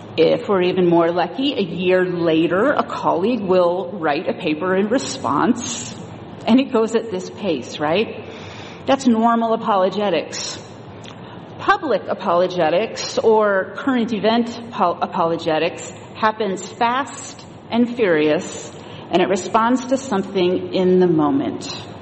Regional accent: Modesto, California, United States; My hometown newspaper, the Modesto Bee, ran a story about the church where I grew up. I grew up outside of the LDS church

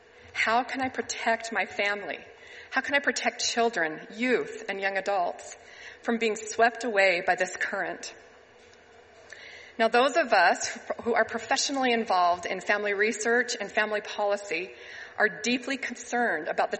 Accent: Alberta, Canada; born or raised there

